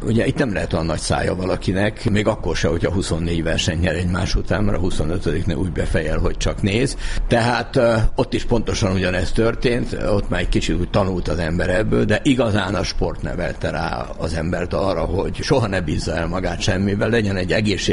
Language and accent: Hungarian; Agárd, Fejér, Hungary; also born or lived in Budapest; Igen, hát én 4 éves voltam, amikor Zuglóból oda költöztünk, mert államosított édesapám pékségét, és lementünk az agárdi házunkba.